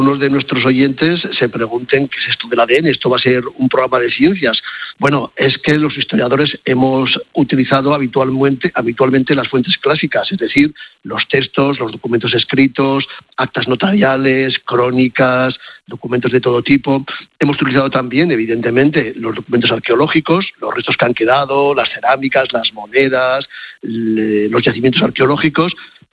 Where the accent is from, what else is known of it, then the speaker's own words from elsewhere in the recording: Spain; ya tenemos una secuencia y sabemos quiénes somos los españoles. sabemos de dónde venimos.